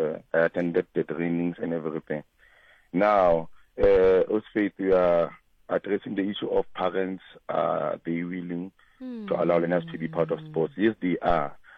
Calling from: Daveyton, Gauteng, South Africa; I'm from Daveyton, and I'm an educator by profession.

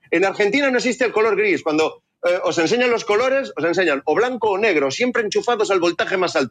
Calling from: Madrid, Community of Madrid, Spain; En Madrid estoy en el barrio Salamanca.

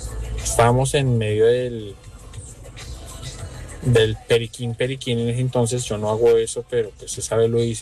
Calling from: Toronto, Ontario, Canada; Buenas noches, saludos desde Toronto, Canadá.

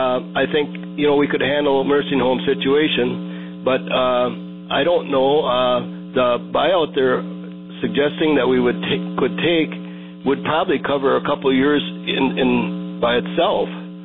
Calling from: Merrill, Wisconsin, United States; from Merrill.

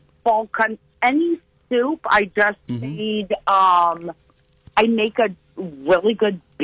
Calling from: Hudson, United States; I am calling from Hudson.

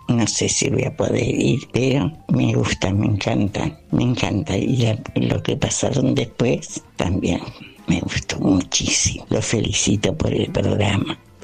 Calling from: Don Torcuato, Buenos Aires Province, Argentina; de Don Torcuato y los felicito por el programa

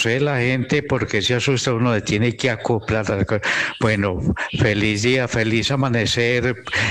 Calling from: Copacabana, Antioquia, Colombia; yo soy de aquí de Copacabana

